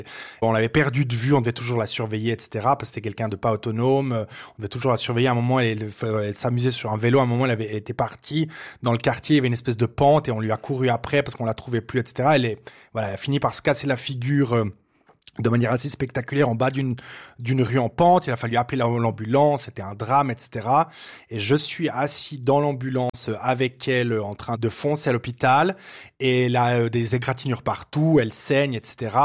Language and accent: French; Fribourg, Switzerland; ce qu'il faut savoir, c'est qu'à Fribourg, on parle pas très très bien.